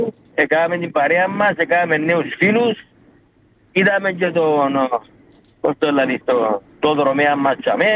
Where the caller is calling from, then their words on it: Lakatamia, Nicosia District, Cyprus; Λακατάμια.